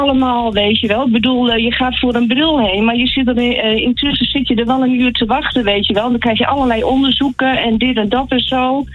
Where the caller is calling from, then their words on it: Erica, Drenthe, Netherlands; Ik bel vanuit Erika.